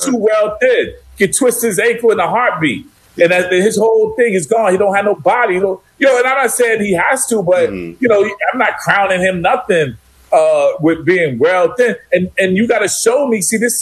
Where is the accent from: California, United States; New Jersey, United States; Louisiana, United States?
New Jersey, United States; I'm from Jersey